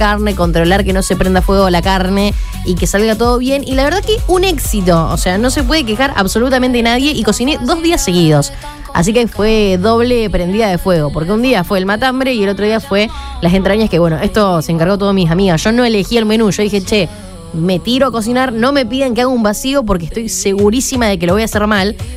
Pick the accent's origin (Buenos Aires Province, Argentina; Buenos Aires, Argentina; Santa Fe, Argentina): Santa Fe, Argentina; Fighiera; nosotros somos de Figuera, y para venir a Rosario mi mamá venía todo por la ruta vieja